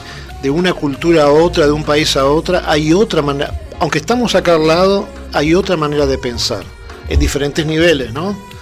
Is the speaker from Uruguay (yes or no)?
yes; Uruguay; moved away; ¿Por qué dicen que los uruguayos somos bravos?